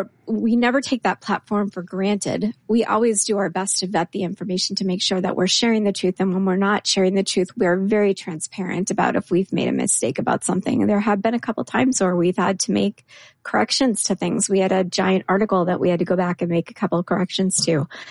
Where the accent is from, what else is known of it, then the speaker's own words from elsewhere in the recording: Minnesota, United States; We're both, you know, in our 50s. We're from Minnesota. We're moms.